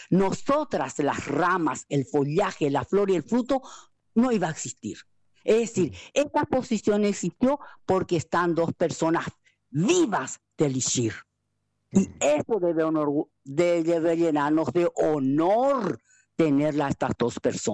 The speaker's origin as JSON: {"language": "Spanish", "country": "Paraguay", "said": "La curadora que me está ayudando, la señora Sonia Silvi, es mexicana. Y el resto somos paraguayos."}